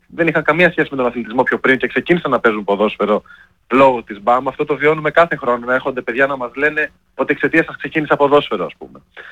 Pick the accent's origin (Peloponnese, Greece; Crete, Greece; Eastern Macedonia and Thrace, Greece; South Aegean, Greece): Eastern Macedonia and Thrace, Greece; Kavala